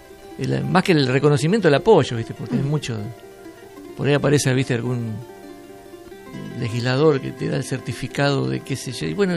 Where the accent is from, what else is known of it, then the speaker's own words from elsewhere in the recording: Laguna Paiva, Santa Fe, Argentina; yo soy de Laguna Paiva, ¿no? O sea, nacido ahí.